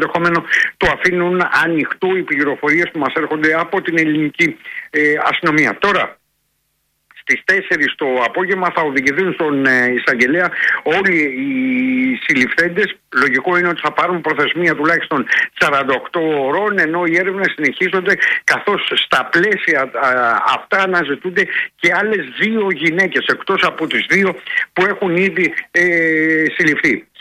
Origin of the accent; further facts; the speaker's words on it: Dafni, Western Greece, Greece; στην Δάφνη Καλαβρίτων, εκεί στην πατρίδα μου